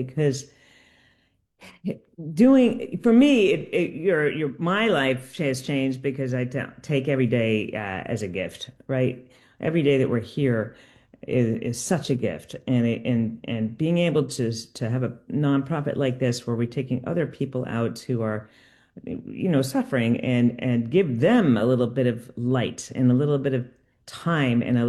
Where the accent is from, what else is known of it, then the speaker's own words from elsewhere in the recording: Connecticut, United States; now in Burlington, United States; And, you know, I grew up sailing in Connecticut.